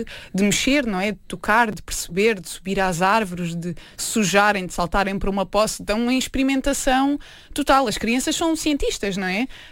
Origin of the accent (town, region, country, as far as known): Vila Nova de Milfontes, Alentejo, Portugal; born or raised there